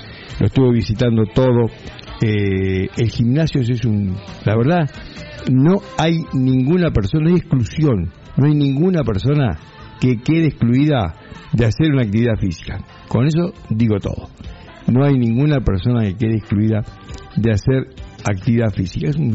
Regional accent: Punta Alta, Buenos Aires Province, Argentina; no por nosotros que somos de Punta Alta

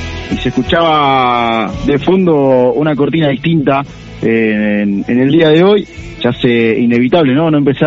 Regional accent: Argentina

